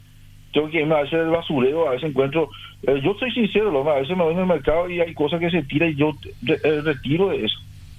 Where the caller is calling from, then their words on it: Paraguay; como paraguayo